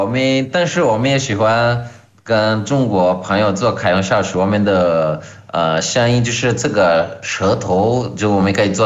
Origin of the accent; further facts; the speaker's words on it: Brazil; moved away; 我们巴西人是比较 热情，比较太多了，太热情了。